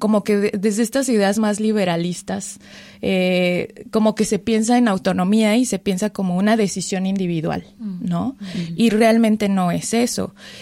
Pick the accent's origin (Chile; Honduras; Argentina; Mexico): Mexico; San Luis Potosí; Vengo de el país de México, de una ciudad que se encuentra al centro del país, San Luis Potosí, capital. Es una ciudad, para dar contexto, que está a 5 horas de la Ciudad de México, que es la capital del país.